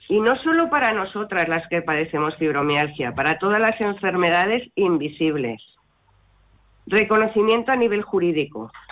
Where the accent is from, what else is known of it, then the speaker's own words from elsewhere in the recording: Madrid, Community of Madrid, Spain; moved away as an adult; now in Azuqueca de Henares, Spain; Yo soy madrileña. Estuve de voluntaria en la Asociación de Madrid. Luego, al mudarme aquí, estoy con nuestra asociación de Azuqueca.